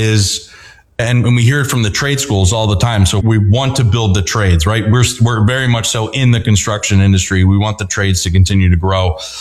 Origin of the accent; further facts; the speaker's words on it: Mid-Atlantic, United States; We're from the Mid-Atlantic.